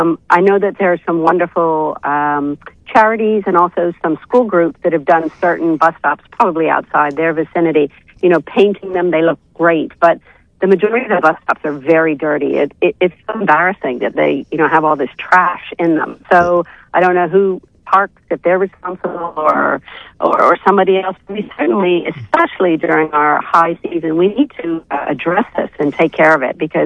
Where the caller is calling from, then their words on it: Southampton Parish, Southampton, Bermuda; I live in Southampton